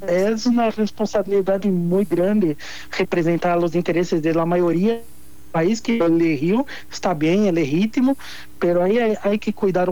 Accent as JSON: {"language": "Spanish", "country": "Brazil"}